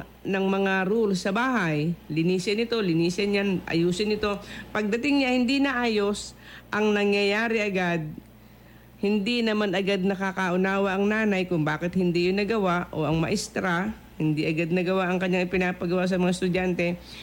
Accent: Central Luzon, Philippines; sabi po sa amin sa Bulacan ay napakabungangera.

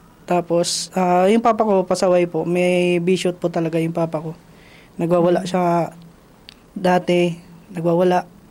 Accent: Taguig, Metro Manila, Philippines; also born or lived in Negros Oriental; Dito sa Manila eh. Dito na ako lumaki kasi.

